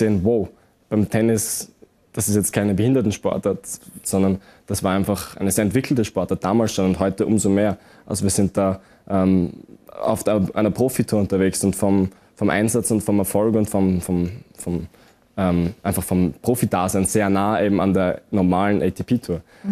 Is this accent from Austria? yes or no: yes; Tyrol, Austria; accent: Viennese; Also ich bin auch in Tirol aufgewachsen. Ich habe leider den Wiener Akzent angenommen, aber fühle mich trotzdem auch hier sehr, sehr zu Hause.